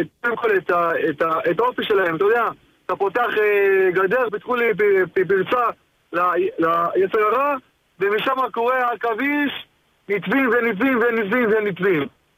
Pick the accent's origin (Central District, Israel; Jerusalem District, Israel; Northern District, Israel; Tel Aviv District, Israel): Tel Aviv District, Israel; Bnei Brak; אם זה בעיר שלי, אני מבני ברק, אני חדש כמובן פה, אבל אני לא חדש במערכת החרדית.